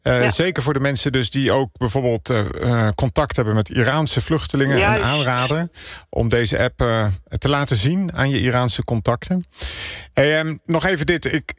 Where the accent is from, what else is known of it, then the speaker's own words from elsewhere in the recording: Amsterdam, North Holland, Netherlands; Ja, als Amsterdammer moet ik nu toch even denken...